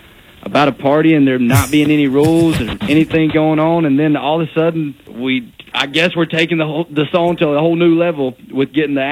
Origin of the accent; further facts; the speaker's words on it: Georgia, United States; I'm from Georgia. It was a Georgia public school.